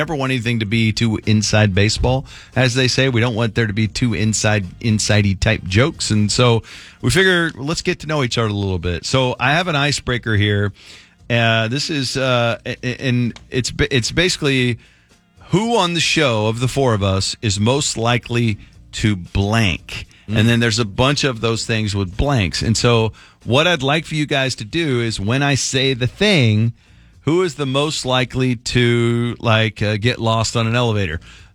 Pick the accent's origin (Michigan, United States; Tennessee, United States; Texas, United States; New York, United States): Texas, United States; Richardson; We grew up in Richardson, Texas. So we're local guys, born and raised here.